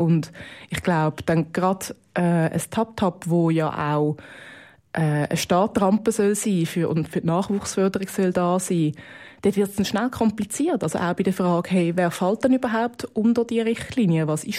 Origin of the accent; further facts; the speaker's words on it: Zurich, Switzerland; also ich komme aus Zürich